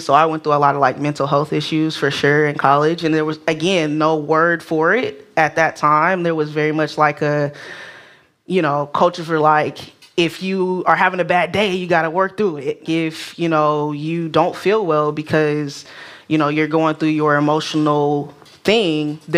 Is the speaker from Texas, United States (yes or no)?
no; Oakland, California, United States; Growing up in Oakland, there was just so many things happening. There's crime, there's violence